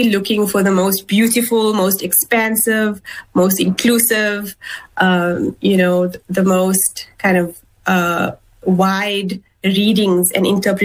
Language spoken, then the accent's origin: English; South Africa; you know, as a South African, as a Muslim.